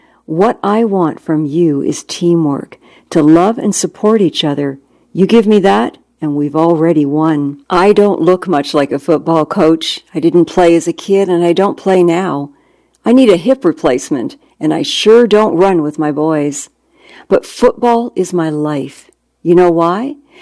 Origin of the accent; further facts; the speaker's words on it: Compton, California, United States; I grew up in Compton, south of L.A., raised by a single mom with 3 kids.